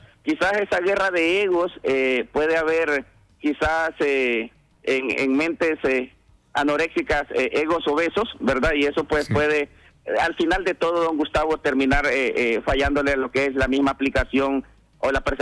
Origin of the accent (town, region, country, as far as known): Honduras